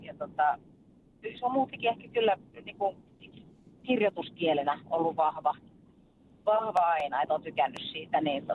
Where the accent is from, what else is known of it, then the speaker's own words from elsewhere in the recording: France; mä oon itse viettänyt lapsuuteni Ranskassa, että mä olin 4, kun mä muutin sinne, niin se jäi semmoiseksi tosi vahvaksi tunnekieleksi.